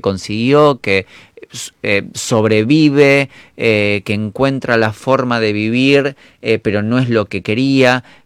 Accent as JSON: {"language": "Spanish", "country": "Argentina"}